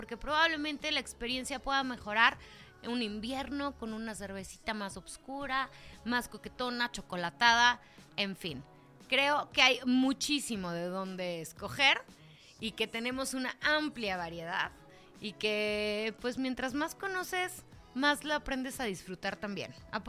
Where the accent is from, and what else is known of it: Mexico